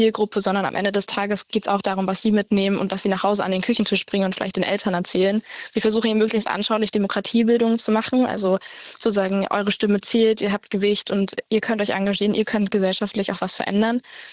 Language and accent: German; Saxony, Germany; Das kenne ich aus meinem Heimatbundesland Sachsen sehr gut.